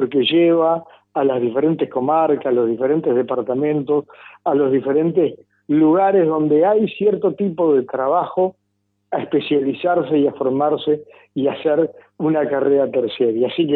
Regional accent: Uruguay; que son esas noticias que como uruguayos nos tienen que sentir felices.

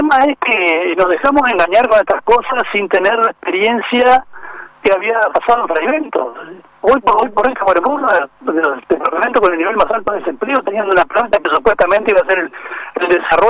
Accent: Paso de los Toros, Tacuarembó, Uruguay; lo que quiero son mejoras para mi pueblo. Estoy intentando hace 6 años conseguir por lo menos una zona franca, espejo para los toros, para que toda esa madera que se va, que la vemos pasar aquí en la ruta, porque se va al puerto y se va a China, por lo menos llegue a Paso los Toros

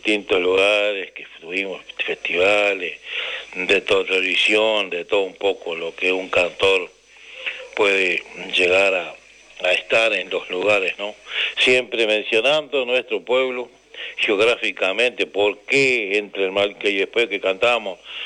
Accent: Sarandí del Yí, Durazno, Uruguay; born there

